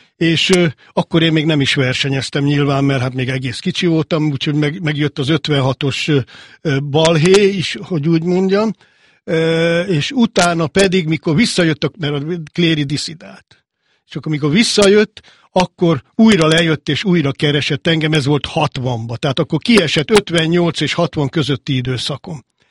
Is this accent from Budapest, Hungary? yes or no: yes; Budapest, Hungary; valóban közvetlen a Duna mellett nőttem föl